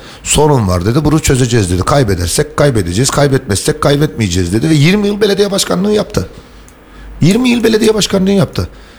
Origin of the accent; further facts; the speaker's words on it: İzmir, Turkey; Artık Demirtaş Alsancak hattında doğduk büyüdük ikimiz. O bölgeleri biliriz.